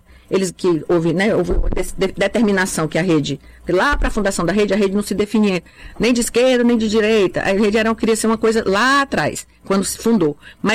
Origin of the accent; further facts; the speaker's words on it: Fortaleza, Ceará, Brazil; born there; Eu nasci na periferia de Fortaleza, no Mudubim, quando era... Mudubim ainda tinha vacaria. Então, assim, ali era a zona rural de Fortaleza.